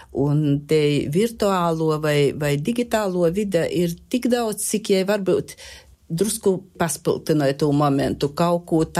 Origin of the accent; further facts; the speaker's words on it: Latgale, Latvia; first language Latgalian; Latgola ir mana dzimto puse. Latgaļies runāju savā motis tāva valūdā. Latgaļies arī atsagrīžos pēc studējām strodot.